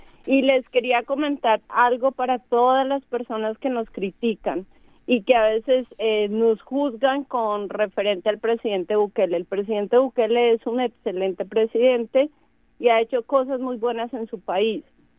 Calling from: Colombia; La población de mi país en Colombia son 53 millones de personas.

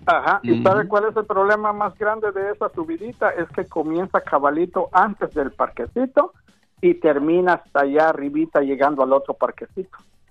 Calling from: Chelsea, Massachusetts, United States; Yo vivo en La Grove

